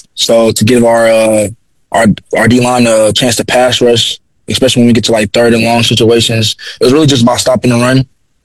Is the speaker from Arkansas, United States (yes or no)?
yes; Little Rock, Arkansas, United States; I'm originally on from Little Rock, Arkansas